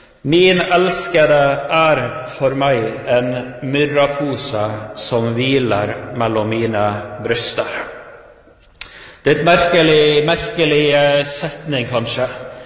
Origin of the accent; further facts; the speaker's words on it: Troms, Norway; Jeg kommer fra Troms, hvor jeg er litt av bygd som heter Karvikhamn.